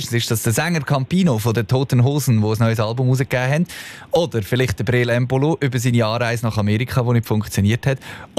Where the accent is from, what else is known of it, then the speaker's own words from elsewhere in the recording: Basel, Basel-Stadt, Switzerland; Da muss man auch als Basler zugeben.